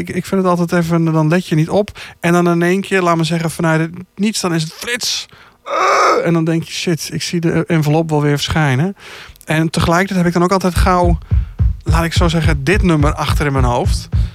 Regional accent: Gelderland, Netherlands; Ik kom uit de regio, ik kom uit de Achterhoek.

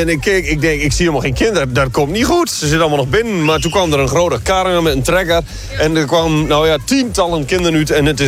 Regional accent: Drenthe, Netherlands; Ik kom zelf uit Midden-Drenthe. Er waren er toen ik in het jeugdsoos bestuur in Ogaal, in mijn dorpje zat, van jeugdsoos als kind.

